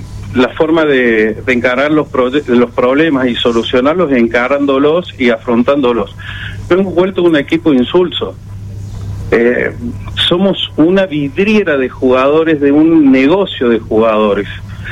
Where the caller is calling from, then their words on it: Argentina; como argentinos y amantes del fútbol